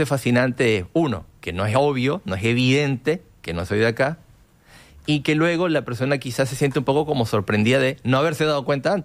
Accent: Caracas, Capital District, Venezuela; moved away as an adult; now in Montevideo, Uruguay; fotos mías en papel de cuando era niño en Caracas

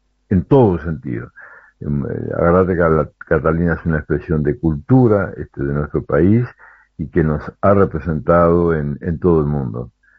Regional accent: Montevideo, Uruguay; me acuerdo en mi niñez cuando jugaba en un equipo de barrio, se llamaba el Corralito, allá por la calle Corrales

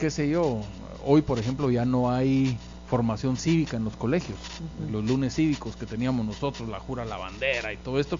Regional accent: Guatemala

